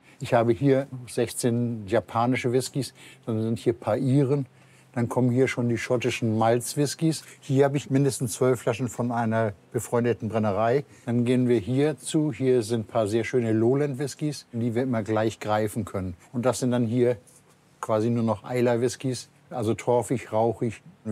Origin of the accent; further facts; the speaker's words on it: Amrum, Schleswig-Holstein, Germany; Ja, ich bin hier im Haus geboren. Das ist mein Elternhaus. Und ich wollte auf Amrum bleiben. Ich wollte nicht aufs Festland.